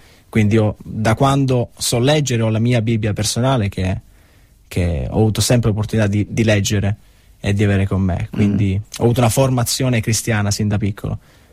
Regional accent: Villafranca Tirrena, Sicily, Italy; also born or lived in Messina; now in Perugia, Italy; io sono di Messina, quindi sono nato a Messina e sono cresciuto in un paese vicino Messina, un piccolo paese, Villafranca Tirrena, al quale sono molto attaccato, però non vivo più lì purtroppo, adesso vivo a Perugia.

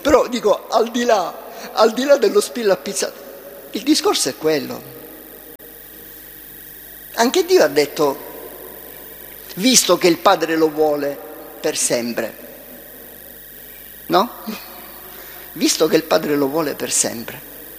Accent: Ragusa, Sicily, Italy; born there; io sono cresciuto nel Ragusa 3

